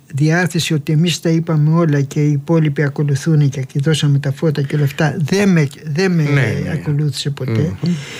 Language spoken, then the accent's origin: Greek; Chania, Crete, Greece